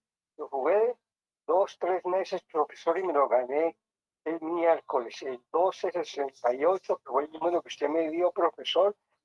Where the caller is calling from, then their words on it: Tunja, Boyacá, Colombia; De Tunja, profesor, el barrio El Consuelo